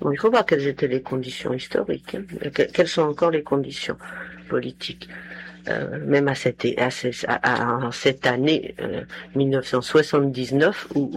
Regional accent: Corsica, France; Moi, je suis corse, disons, je suis attaché à la Corse. J'aime mon pays, j'ai de la famille là-bas, j'ai une petite maison.

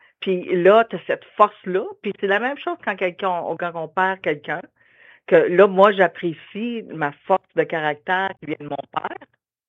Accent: Sainte-Dorothée, Quebec, Canada; born there; also born or lived in Ottawa; moi, je suis née à Sainte-Dorothée.

